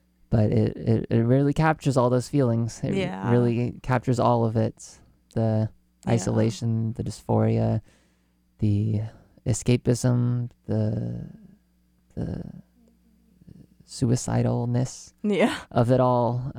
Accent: California, United States; also born or lived in Virginia; I grew up in California. I lived here until 2019, and I moved to Virginia for 4 years. I did all of high school there.

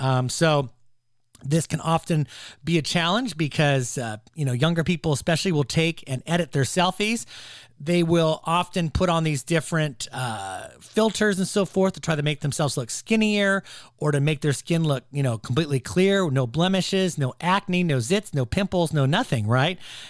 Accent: California, United States; I grew up in California.

